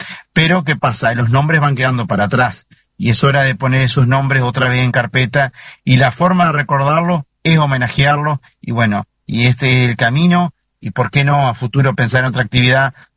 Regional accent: Uruguay; todos los uruguayos, más los que somos en la campaña, como en mi caso

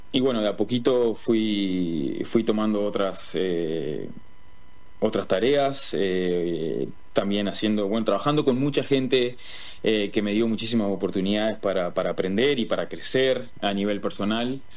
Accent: Uruguay; moved away as an adult; also born or lived in New Zealand; now in United States; Yo cuando salí de Uruguay no era enólogo.

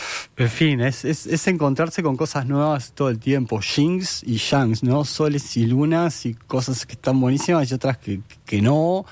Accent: Uruguay; uno como uruguayo no puede dejar de pensar qué pasaría en Uruguay

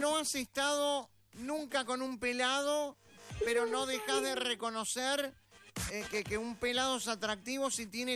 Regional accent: Uruguay

